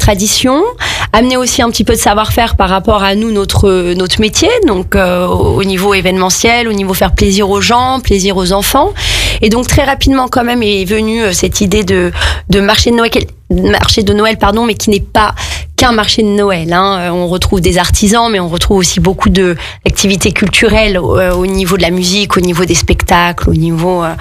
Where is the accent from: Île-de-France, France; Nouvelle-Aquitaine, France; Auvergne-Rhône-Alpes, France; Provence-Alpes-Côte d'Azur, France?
Auvergne-Rhône-Alpes, France; Annecy; je suis native d'Annecy, donc j'habite vraiment pas loin du château.